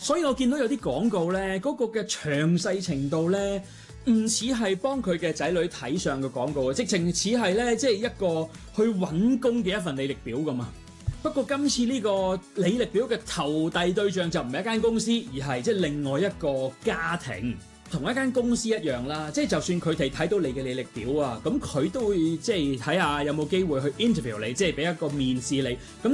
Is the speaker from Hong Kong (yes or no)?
yes; Hong Kong; 对我作为香港人嚟讲啦